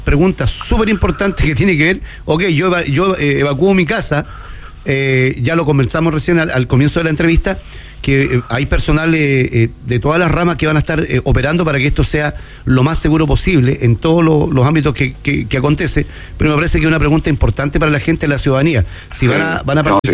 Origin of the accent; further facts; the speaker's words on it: Antofagasta, Chile; yo soy de Antofagasta toda la vida, y he estado en varios temblores fuertes o terremotos acá en la ciudad de Antofagasta